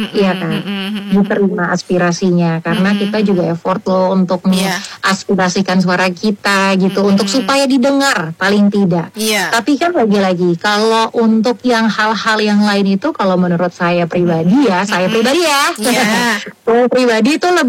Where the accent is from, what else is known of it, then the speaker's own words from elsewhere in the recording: Jakarta, Indonesia; kita sebagai warga Jakarta